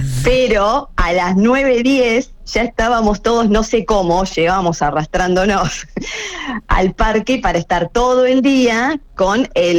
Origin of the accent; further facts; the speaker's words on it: Dolores, Buenos Aires Province, Argentina; now in Pinamar, Argentina; yo soy de Dolores, sí. Estamos acá a 150 kilómetros de Pinamar. En Dolores tenemos un parque gigante que está frente a la ruta